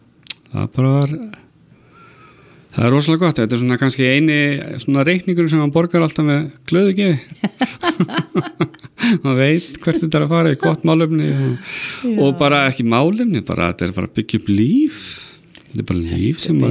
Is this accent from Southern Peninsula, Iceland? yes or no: no; Reykjavík, Capital Region, Iceland; born there; now in Þorlákshöfn, Iceland; Já, ég er fættur í Reykjavík og býr núna á í Þorlarsöfn